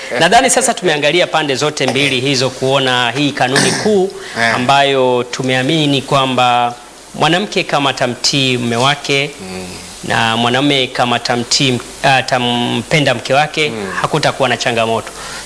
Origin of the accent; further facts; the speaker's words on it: Kigoma, Tanzania; Mimi natoka Kigoma.